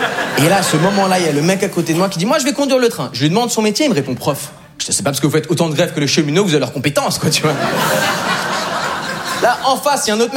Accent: Switzerland; now in France; Je ne suis pas parisien, je ne suis pas français. Moi, en réalité, je suis suisse.

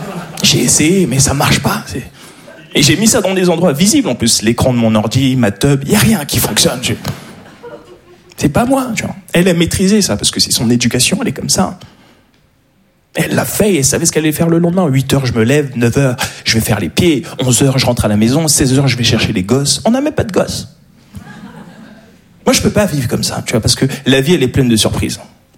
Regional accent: Paris, Île-de-France, France; Je suis un parisien, voilà ce que je suis.

